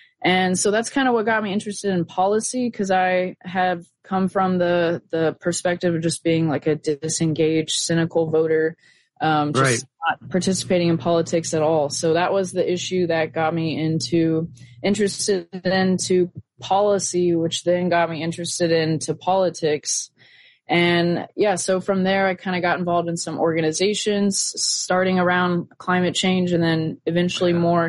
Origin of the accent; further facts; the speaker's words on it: Indiana, United States; So I'm originally from Indiana